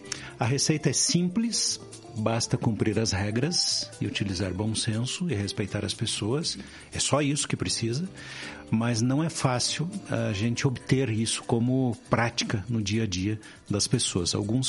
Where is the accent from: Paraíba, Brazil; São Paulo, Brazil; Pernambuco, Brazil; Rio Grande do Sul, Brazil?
Rio Grande do Sul, Brazil; moved away; Eu estou no 6.0, um vínculo muito forte com Rádio AM. E sou natural do Rio Grande do Sul, onde o rádio tem uma força cultural muito significativa, né?